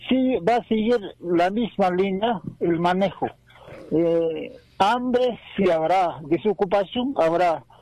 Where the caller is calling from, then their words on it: Azángaro, Puno, Peru; De Azángaro